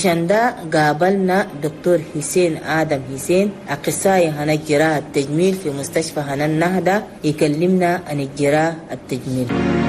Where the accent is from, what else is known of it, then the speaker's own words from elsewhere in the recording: Chad; ده شنو أوضاعك عنين عندنا في تشاد